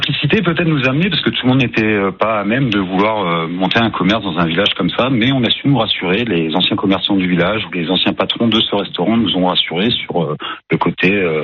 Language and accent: French; Brittany, France; now in Saint-Dalmas-le-Selvage, France; je ne suis pas natif du comté de Nice, quoi, même de la région. Moi, de base, je suis breton.